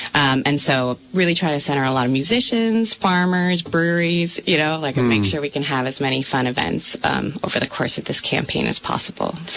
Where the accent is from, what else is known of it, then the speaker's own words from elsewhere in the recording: Strafford, Vermont, United States; But I think for me, probably the defining experience of growing up in Vermont was, or in Stratford, was town meeting.